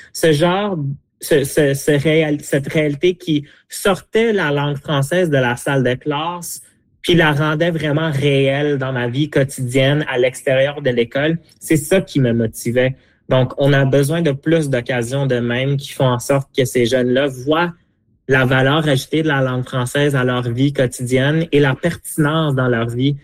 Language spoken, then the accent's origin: French; Winnipeg, Manitoba, Canada; French is a second language; also born or lived in Alberta; now in Edmonton, Canada; Moi, quand j'étais petit, j'ai grandi à Winnipeg avant de déménager en Alberta.